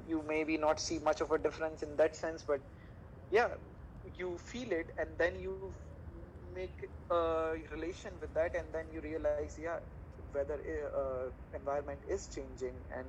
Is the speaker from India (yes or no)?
yes; India; English is a second language